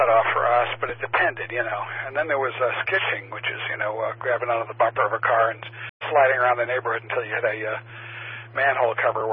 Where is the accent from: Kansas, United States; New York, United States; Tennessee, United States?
New York, United States; Long Island; moved away; also born or lived in Cleveland, Ohio / Central Texas; I was born in Cleveland, but grew up on Long Island, so still got serious winters.